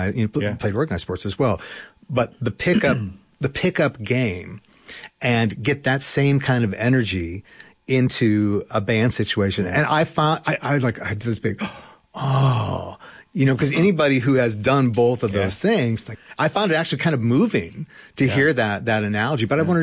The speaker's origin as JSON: {"language": "English", "town": "Cleveland", "region": "Ohio", "country": "United States", "tie": "born or raised there", "moved": "yes", "said": "and I grew up in Cleveland."}